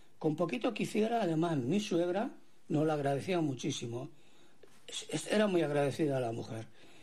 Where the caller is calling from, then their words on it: Barcelona, Catalonia, Spain; Hola, farero … de Barcelona.